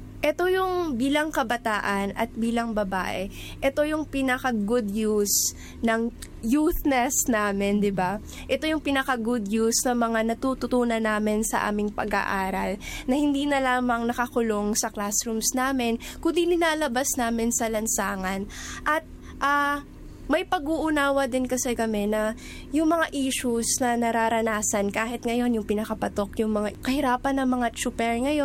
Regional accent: Visayas, Philippines; Tagalog is a second language; now in Manila, Philippines; mahirap yung lengguahe kasi laking Bisaya ako.

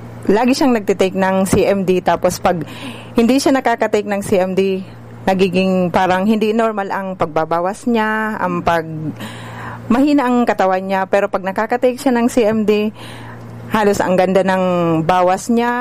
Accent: Legazpi, Bicol Region, Philippines; taga Porokshete, Kambugtong, Legazpi City.

